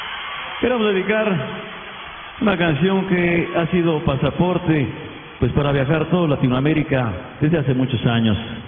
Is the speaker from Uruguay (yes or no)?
no; Michoacán, Mexico; now in Spain; Sí, señor, arriba Michoacán, mi tierra allá en México.